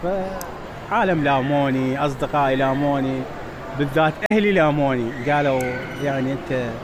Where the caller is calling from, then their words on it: Najaf, Najaf Governorate, Iraq; كنت كاشير ببازار بالنجف. انا طبعا من اهل النجف.